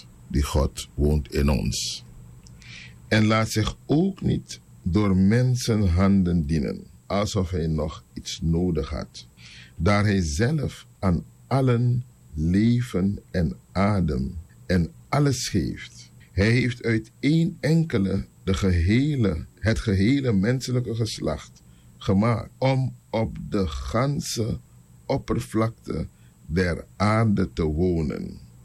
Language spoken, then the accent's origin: Dutch; Suriname; born there; Wij zijn in Suriname geboren. En onze voorouders ook.